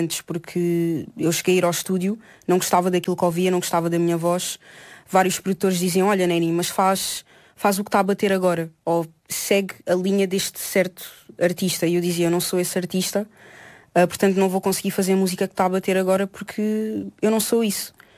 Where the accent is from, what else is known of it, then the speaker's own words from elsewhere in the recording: Santiago, Cape Verde; now in Portugal; Portanto, nós somos da Ilha de Santiago, fomos à praia, que é a capital, e fiquei lá com a minha família toda, ou seja, foi a minha família de Portugal, e já estava lá a minha família de Cabo Verde